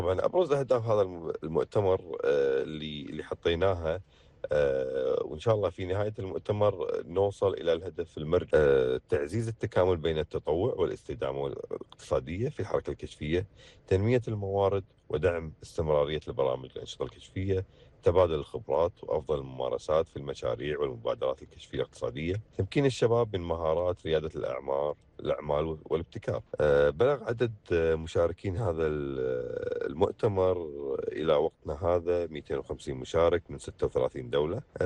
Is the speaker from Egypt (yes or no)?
no; Kuwait; عندنا في الكويت